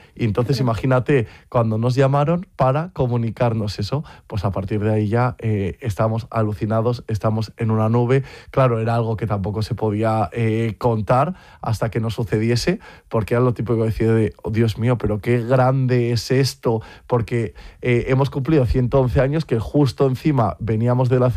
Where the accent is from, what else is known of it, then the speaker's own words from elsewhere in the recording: Logroño, La Rioja, Spain; porque nosotros somos de Logroño, somos de La Rioja y queríamos que el guiño fuese ese.